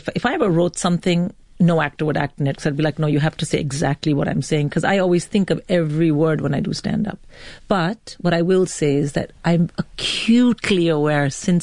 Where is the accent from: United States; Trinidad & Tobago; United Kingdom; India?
India; I'm very Indian and he's very Danish.